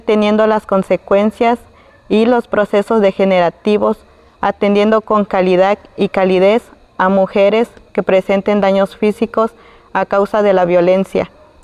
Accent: Acatepec, Guerrero, Mexico; now in Ayutla de los Libres, Mexico; soy del municipio de Acatepec y hablo la lengua Mepa.

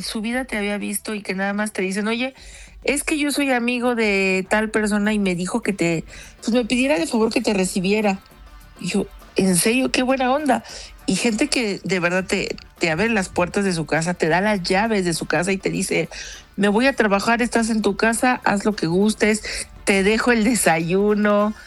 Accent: Mexico; pues yo la verdad es que soy de México

